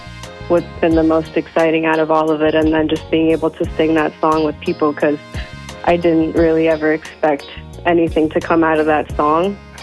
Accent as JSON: {"language": "English", "town": "Miami", "region": "Florida", "country": "United States", "tie": "born or raised there", "said": "I was born and raised here."}